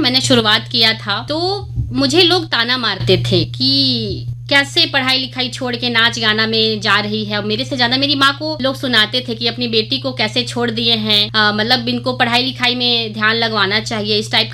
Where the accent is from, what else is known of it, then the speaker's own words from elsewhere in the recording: Sitapur, Chhattisgarh, India; और मैं सीतापुर सरगुजा छत्तीसगढ़ की रहने वाली हूँ।